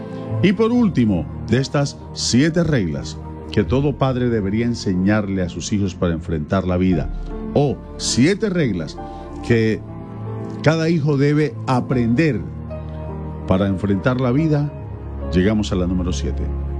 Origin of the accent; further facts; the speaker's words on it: Colombia; nosotros los colombianos